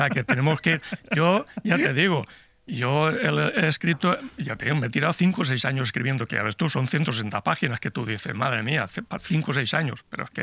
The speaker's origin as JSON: {"language": "Spanish", "country": "Spain", "said": "lo que hoy en día conocemos como españoles."}